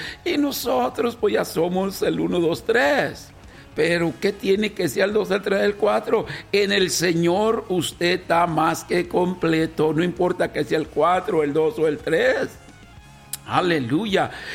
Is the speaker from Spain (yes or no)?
no; Guanajuato, Mexico